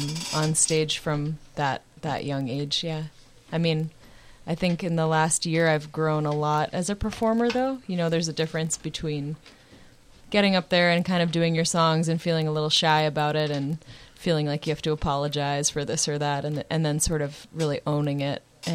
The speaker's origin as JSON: {"language": "English", "town": "Boston", "region": "Massachusetts", "country": "United States", "tie": "born or raised there", "lives_now": "Seattle, United States", "said": "Yeah, yeah, I grew up in the Boston area, and I went to college in Western Mass and then moved out to Seattle."}